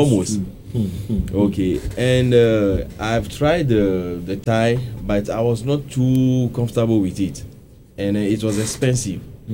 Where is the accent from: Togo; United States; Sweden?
Togo; English is a second language; Yes, because I'm from Togo, like I said, and I'm an Ewe.